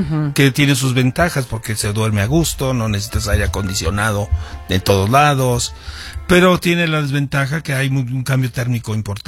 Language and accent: Spanish; Mexico City, Mexico; moved away as an adult; now in Vienna, Austria; aquí nací, aquí crecí, aquí me formé en la Ciudad de México